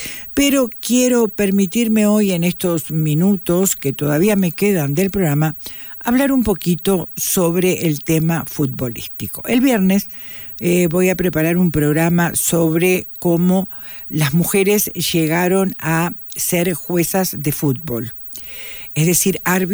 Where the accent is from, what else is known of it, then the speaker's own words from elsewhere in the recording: Uruguay; yo soy uruguaya y vengo. Uruguay es un país altamente futbolista.